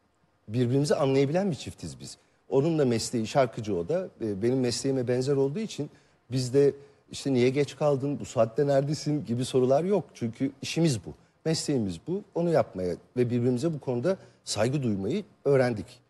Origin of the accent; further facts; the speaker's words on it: Kadıköy, Istanbul, Turkey; Ben doğup büyüdüğüm yerde oturuyorum hala. Kadıköy'deyim, Kadıköylüyüm ve orayı çok seviyorum.